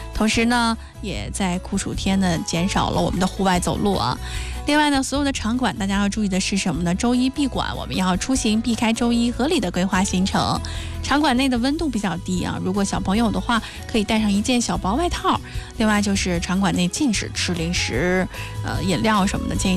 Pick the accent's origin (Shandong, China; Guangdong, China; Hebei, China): Hebei, China; 我们作为河北人